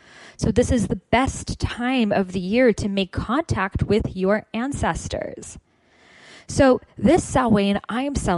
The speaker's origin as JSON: {"language": "English", "town": "Boston", "region": "Massachusetts", "country": "United States", "tie": "born or raised there"}